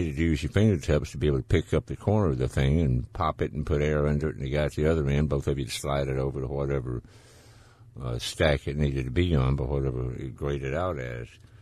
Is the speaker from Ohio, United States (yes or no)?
no; Laurel, Mississippi, United States; my hometown of Laurel, Mississippi